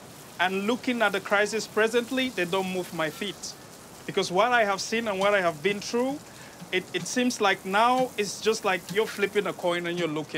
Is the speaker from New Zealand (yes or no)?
no; Cyprus; moved away as an adult; now in Berlin, Germany; Yeah, I'm from Cyprus. I came from Cyprus to Berlin. But as a result of the economic crisis, I had no work.